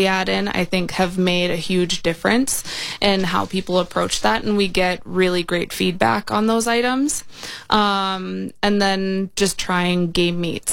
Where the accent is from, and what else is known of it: Minnesota, United States; born or raised there